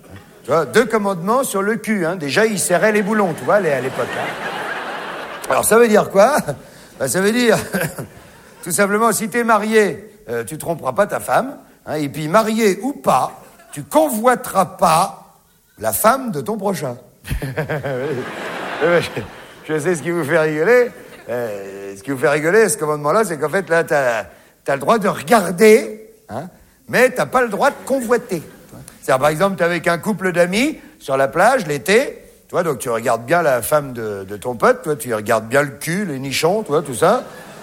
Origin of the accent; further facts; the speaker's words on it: France; Hein, vous avez vu, chez nous, en France